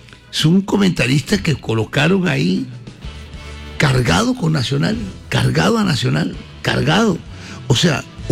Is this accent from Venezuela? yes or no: no; Caribbean coast, Colombia; Y el Atlántico, la costa, los siete departamentos, somos parte de Colombia.